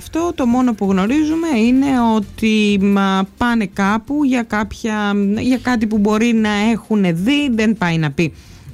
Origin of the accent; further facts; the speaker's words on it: Trogianata, Ionian Islands, Greece; Σάββατο 25 Ιουλίου βράδυ γιορτάζει η Αγία Παρασκευή στο χωριό μου, στα Τρογιανάτα, στο ξεριζωμένο, αλλά και στα Φαρακλάτα και όχι μόνο.